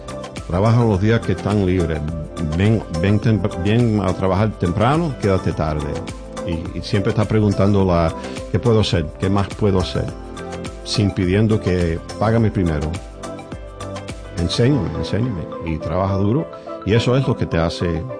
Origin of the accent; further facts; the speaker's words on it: Cuba; now in United States; Yo creo que yo soy el único cubano.